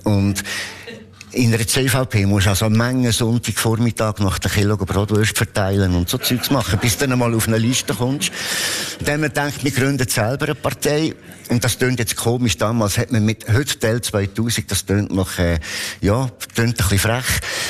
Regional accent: Lucerne, Switzerland; Und in Bern, ich als Luzerner, durfte ich nicht einmal einen Beitrag auf Mundart lesen.

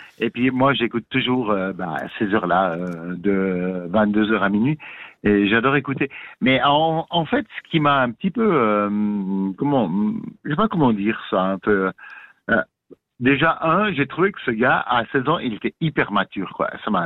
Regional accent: Switzerland; Parce que c'est vrai que c'est pas comparable chez nous en Suisse.

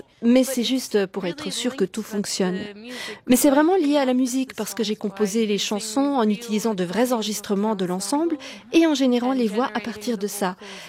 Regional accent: Turkey; accent: Turkish; first language Turkish; French is a second language; fait chaque petite trace d'accent turc que j'ai. Et on entend ces expressions idiomatiques propres à ma langue maternelle que j'utilise à peine. Je ne parle plus beaucoup turc dans ma vie

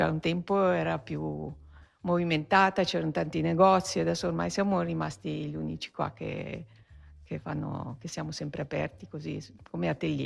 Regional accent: Gandria, Ticino, Switzerland; io sono nata a Gandria.

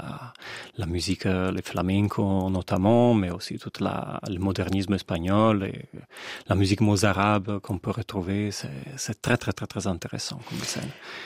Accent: Como, Lombardy, Italy; moved away as an adult; now in Switzerland; je suis italien. Je viens de Como. Ma ville natale est Como, où j'ai vécu jusqu'à mes 25 ans avant d'aménager ici en Suisse romande. Donc, la grande partie de mes études a été faite là-bas, à Como. J'ai fait l'université à Milano.

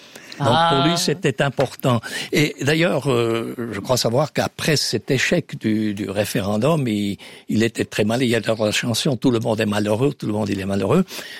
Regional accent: Switzerland; que ce soit chez nous en Suisse

